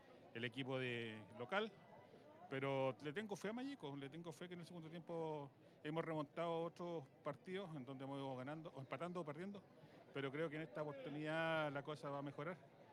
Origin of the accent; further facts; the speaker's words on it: Angol, Araucanía, Chile; esta gente linda que vino de mi ciudad, de Angol, de mi terruño amado